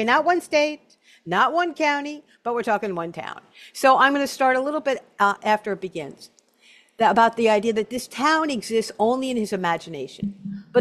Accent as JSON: {"language": "English", "town": "Brooklyn", "region": "New York", "country": "United States", "tie": "born or raised there", "said": "She's a writer living in Brooklyn, my hometown."}